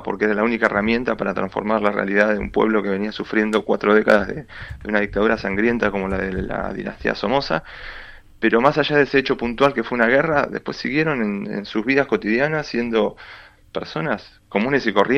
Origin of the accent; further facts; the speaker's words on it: Buenos Aires, Argentina; Yo soy argentino, vivo acá, en Buenos Aires